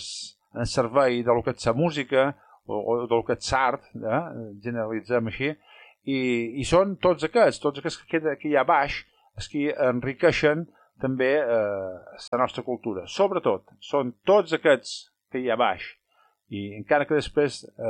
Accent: Menorca, Balearic Islands, Spain; la cultura menorquina, el que som els menorquins, el que feim

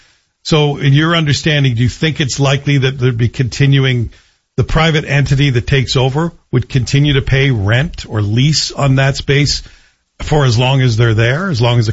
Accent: Canada; Well, that makes total sense to me, and as a passenger and as a Canadian, I'm in.

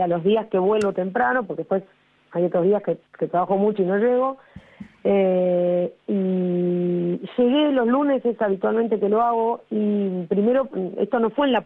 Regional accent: Quilmes, Buenos Aires Province, Argentina; es lo que yo conozco, que es mi distrito, donde vivo desde que nací, porque si bien, o sea, yo nunca me fui de Quilmes, y el barrio cerrado en el que viví también era en Quilmes.

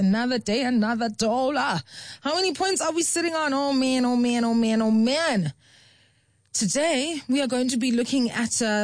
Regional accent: South Africa; We're South African.

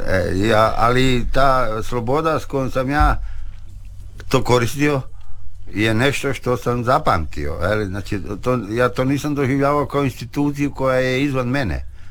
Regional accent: Zadar, Zadar County, Croatia; also born or lived in Senj; živio sam na Relji, išao u školu Arbanase Krsto Ljubičić, i moje rano djetinjstvo i sjećanja na Zadar su vezana za taj kvart.

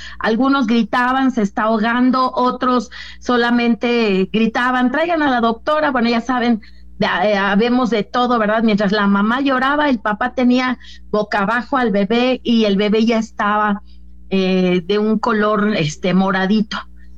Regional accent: Mexico; ya sabes cómo somos los latinos, ¿verdad? Los mexicanos

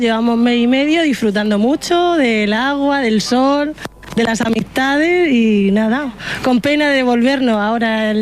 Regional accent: Cartagena, Region of Murcia, Spain; Somos de Cartagena, de la barriada de Hispanoamérica de Los Dolores.

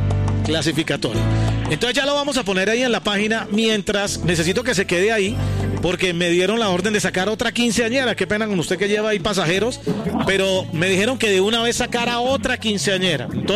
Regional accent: Santander, Colombia; aquí el santanderiano soy yo, mano.

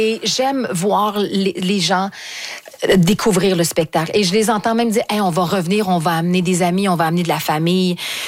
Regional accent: Quebec, Canada; accent: Québécois

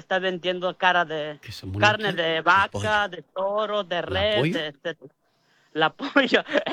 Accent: San Bartolo, Oaxaca, Mexico; moved away; Pues ahí en mi pueblo todavía anuncian, en San Bartolo, en Oaxaca

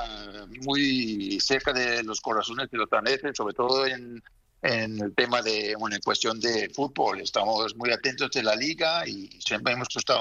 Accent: Spain; Yo soy español, español, español.

